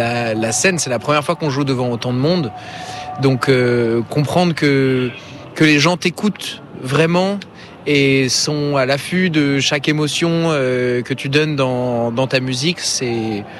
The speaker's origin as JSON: {"language": "French", "town": "Strasbourg", "region": "Grand Est", "country": "France", "said": "on vient de Strasbourg."}